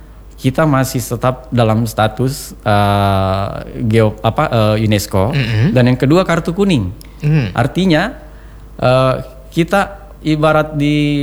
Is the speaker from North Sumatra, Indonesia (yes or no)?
no; South Sulawesi, Indonesia; Saya pos dari Indonesia. I am from Indonesia, you know. Saya di daerah saya di Sulawesi Selatan, di Maros, di Pangkep